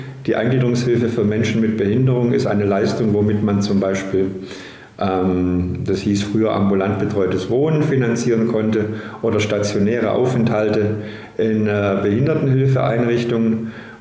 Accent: Kirchentellinsfurt, Baden-Württemberg, Germany; also born or lived in Tübingen / Stuttgart / Marburg; Ich bin zwar gebürtiger Tübinger, in Kirchentellinsfurt aufgewachsen, habe aber meine Grund-, Haupt- und Realschule in Stuttgart besucht

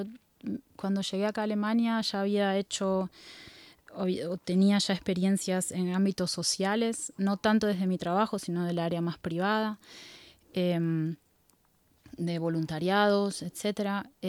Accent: Buenos Aires Province, Argentina; born or raised there; moved away as an adult; also born or lived in Barcelona, Spain; now in Germany

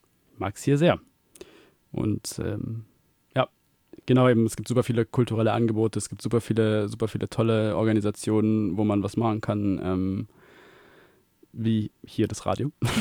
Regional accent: Tübingen, Baden-Württemberg, Germany; Die ersten zwei Leute, die auch aus Deutschland waren. Und dann hieß es, ja, wir sind auch aus Tübingen.

